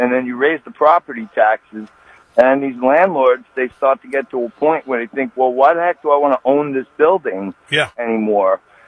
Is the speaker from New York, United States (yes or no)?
yes; Staten Island, New York, United States; also born or lived in Manhattan; I'm a New York City boy through and through. I was born in Manhattan. I'm raised in Staten Island.